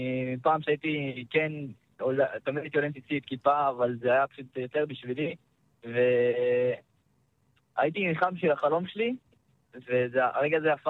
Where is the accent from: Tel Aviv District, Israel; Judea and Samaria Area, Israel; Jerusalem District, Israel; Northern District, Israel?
Judea and Samaria Area, Israel; Shilo; גדלנו ביישוב שילה, בשומרון. אני ועוד שתי אחים.